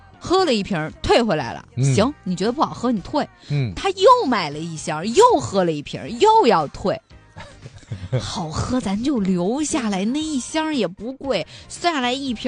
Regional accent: Shanxi, China; 我作为一个山西人啊

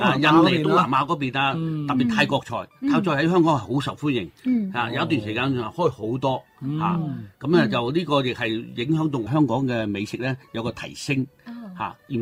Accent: Guangzhou, Guangdong, China; 因为证明咧，我哋广州人咧，佢唔系好注重嗰个

